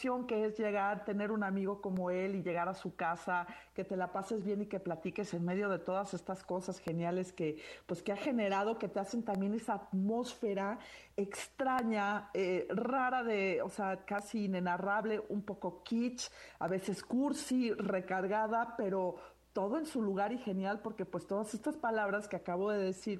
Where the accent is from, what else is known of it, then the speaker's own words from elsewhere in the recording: Mexico City, Mexico; pues Reinito y yo somos chilangos.